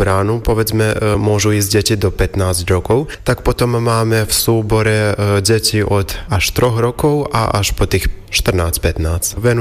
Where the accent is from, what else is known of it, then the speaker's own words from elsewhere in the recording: Lug, Vojvodina, Serbia; a potom aj tu v obci Beučín, alebo tu na doma v Lugu.